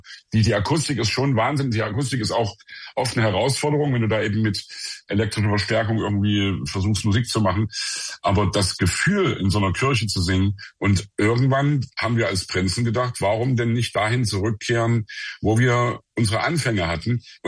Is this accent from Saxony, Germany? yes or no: yes; Leipzig, Saxony, Germany; Also wir sind ja in der Thomaskirche in Leipzig groß geworden, also vier von uns